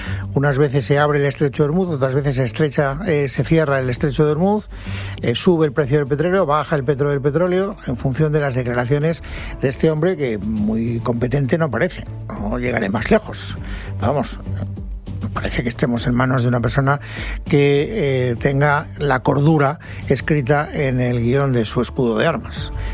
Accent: Spain; pues vivimos en España, somos españoles y lo que pueda pasar con nuestro país es prioritario.

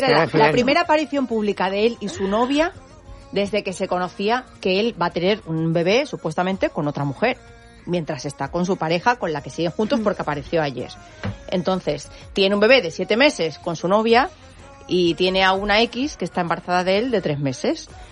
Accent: Andalusia, Spain; Quiero decir, como andaluza no creo que tenga más criterio.

